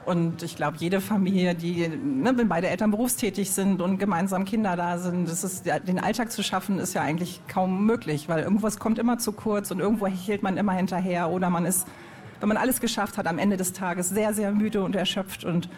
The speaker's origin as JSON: {"language": "German", "town": "Hanover", "region": "Lower Saxony", "country": "Germany", "tie": "born or raised there", "said": "wir sind gebürtige Hannoveraner und haben hier angefangen, Kabarett zu machen."}